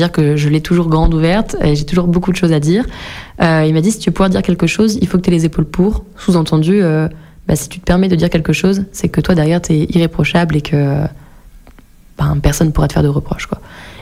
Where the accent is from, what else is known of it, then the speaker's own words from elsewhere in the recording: Lyon, Auvergne-Rhône-Alpes, France; Je suis pas forcément pour repartir à Lyon, j'y retournerai de temps en temps, mais je suis pas pour repartir vivre là-bas en tout cas.